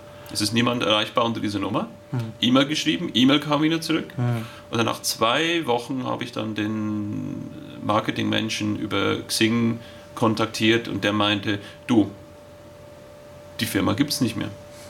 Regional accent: Switzerland; Ich bin in der Schweiz aufgewachsen.

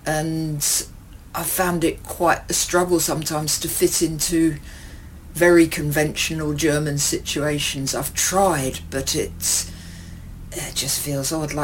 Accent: England, United Kingdom; moved away; I definitely get more positive attention, especially as a musician, for being English. I think people find it a little bit exotic, which is flattering, because I never thought of myself as exotic when I was living in England.

